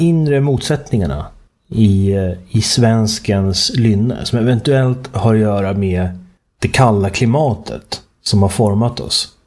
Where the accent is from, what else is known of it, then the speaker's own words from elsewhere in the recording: Sweden; moved away; Jag känner ju själv, som jag berättat om tidigare, att sen jag och Sofia flyttade från Sverige